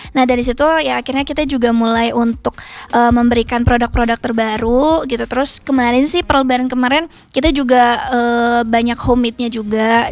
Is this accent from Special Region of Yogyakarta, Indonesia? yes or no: no; Bandung, West Java, Indonesia; Sebenarnya aku lahir di Bandung, okay. Cuman mama Sunda, papa Ambon gitu.